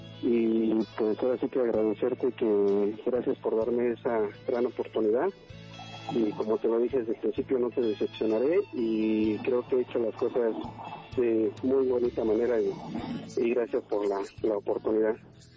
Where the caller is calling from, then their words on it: Mexico City, Mexico; Yo soy de ahí, de la Ciudad de México. Soy de ahí, del aeropuerto, ahí por la aduana. Sí. Pero ahorita andamos de viaje y andamos aquí por León.